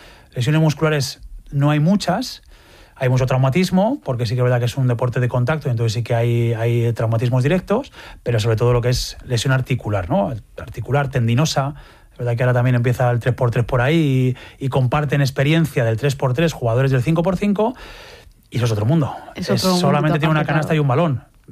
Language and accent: Spanish; La Rioja, Spain; A mí eso, como riojano, vamos, es algo que te hace sentirte feliz y te llena